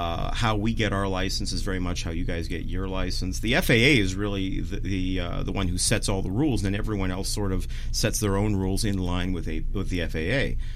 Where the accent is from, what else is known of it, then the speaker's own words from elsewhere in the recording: Toronto, Ontario, Canada; I'm from Toronto, Ontario, and we have production facilities in Vancouver, BC as well.